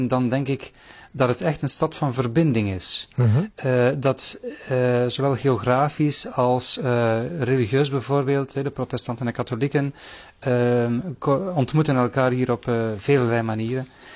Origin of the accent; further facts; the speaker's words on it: Belgium; now in Zwolle, Netherlands; Ik kom van een heel andere streek, hoor. Ik kom helemaal uit België vandaan.